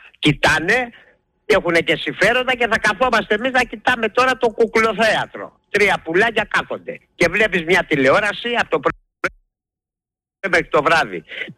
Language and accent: Greek; Greece